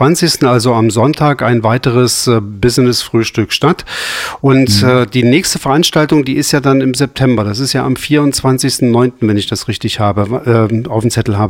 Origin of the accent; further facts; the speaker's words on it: Altenburg, Thuringia, Germany; Ich komme ja aus Altenburg